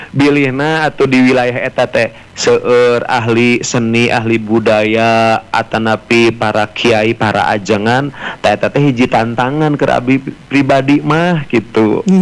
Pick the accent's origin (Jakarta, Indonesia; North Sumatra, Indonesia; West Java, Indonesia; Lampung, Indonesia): West Java, Indonesia; Ketika mereka melihat acara tradisi Sunda itu mereka lebih tertarik loh dibandingkan dengan kita gitu sebagai orang Sundanya.